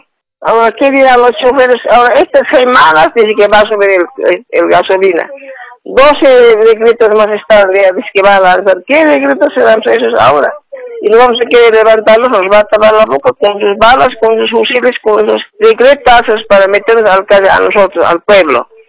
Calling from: La Paz, Bolivia; Estoy llamando de La Paz, de Ciudad de La Paz.

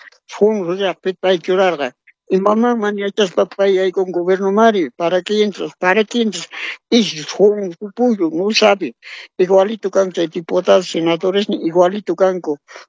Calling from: Cochabamba, Bolivia; Cuchabamba … Tiquipa, estoy llamando

